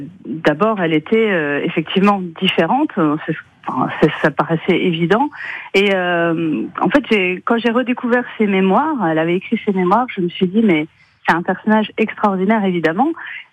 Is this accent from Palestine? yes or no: no; Thaon-les-Vosges, Grand Est, France; also born or lived in Épinal; Oui, tout à fait, je suis née à Épinal, mais j'ai grandi à Thaon et j'y vis toujours.